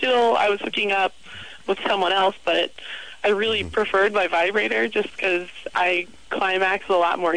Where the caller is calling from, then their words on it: Pittsburgh, Pennsylvania, United States; I am calling from Pittsburgh.